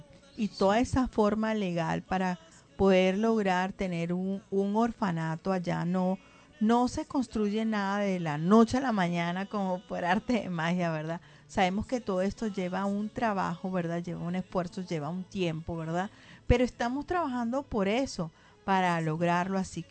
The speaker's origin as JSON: {"language": "Spanish", "country": "Venezuela", "said": "Me gustaría orar por mi país, Venezuela."}